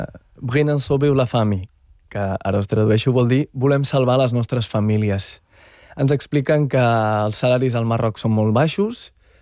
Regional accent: Mataró, Catalonia, Spain; born there; Jo sí, sóc nascut a Mataró, al Maresme, com dic a vegades, com la vinya mal. I sí, els meus pares són del nord del Marroc.

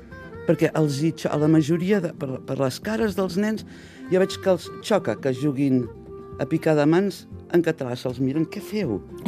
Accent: Catalonia, Spain; accent: southern Tarragona speech; perquè és un parlar del sud de Tarragona, ja no, i diem diferent

